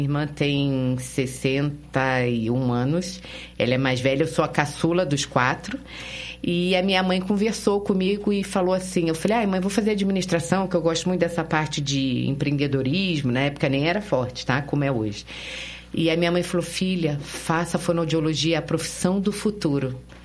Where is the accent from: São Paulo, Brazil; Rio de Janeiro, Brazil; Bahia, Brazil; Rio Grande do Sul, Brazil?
Rio de Janeiro, Brazil; born there; moved away as an adult; now in Curitiba, Brazil; Sou carioca, nasci lá, mas estou morando aqui há 30 anos.